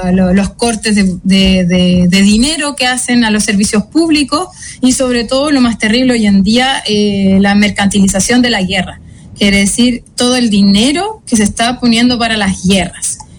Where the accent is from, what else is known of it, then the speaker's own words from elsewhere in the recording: Chile; como yo como soy chilena y sigo las noticias chilenas